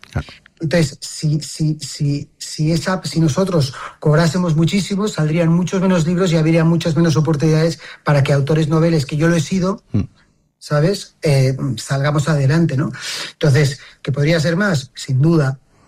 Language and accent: Spanish; Barcelona, Catalonia, Spain; Barcelona es un imperdible 100%, porque además yo soy barcelonés, claro.